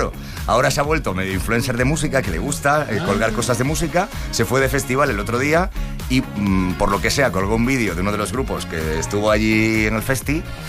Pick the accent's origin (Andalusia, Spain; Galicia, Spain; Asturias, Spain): Galicia, Spain; Santiago de Compostela; Ayer en mi tierra, en Santiago, 36 grados.